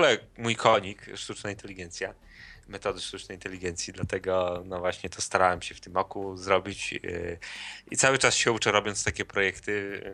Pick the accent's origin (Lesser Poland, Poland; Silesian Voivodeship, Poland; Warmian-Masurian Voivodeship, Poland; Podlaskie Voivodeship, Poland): Podlaskie Voivodeship, Poland; Białystok; u nas w Podlasie, ja z Białegostoku teraz rozmawiałem